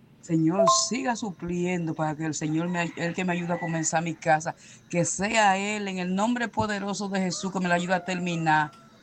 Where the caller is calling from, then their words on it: Bahoruco, Barahona, Dominican Republic; de Bauruco de Barahona.